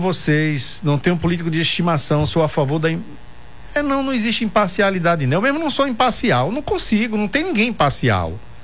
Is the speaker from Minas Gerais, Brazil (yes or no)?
no; Várzea da Roça, Bahia, Brazil; Várzea da Roça, minha terra, não é perto, não.